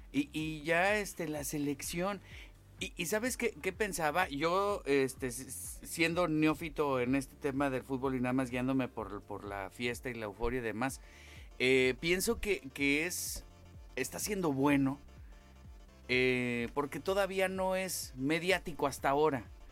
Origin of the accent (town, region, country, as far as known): Mexico